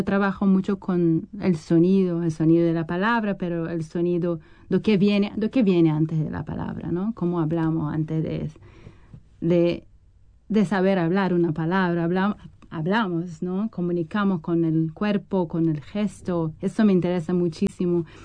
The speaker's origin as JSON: {"language": "Spanish", "region": "Rio de Janeiro", "country": "Brazil", "tie": "born there", "also_born_or_lived": "Mexico", "second_language": "Spanish", "moved": "yes", "said": "Naciste ahí, sí, en Río. Viví muchos años, también viví muchos años fuera de Río. Voy a hablar un poquito de portuñol"}